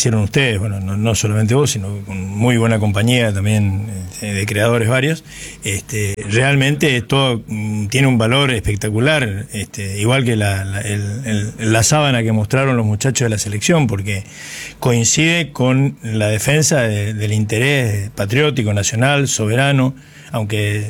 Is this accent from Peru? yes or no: no; Corrientes, Argentina; Todos los correntinos somos intelectuales, pues.